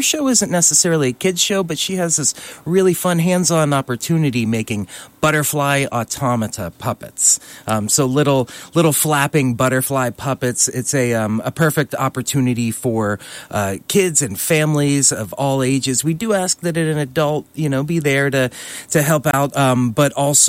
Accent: United States; a lot of us here growing up in the United States

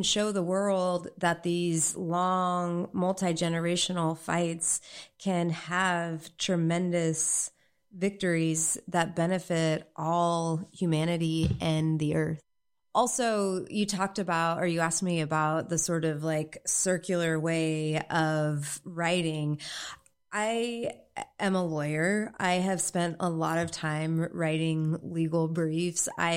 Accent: California, United States

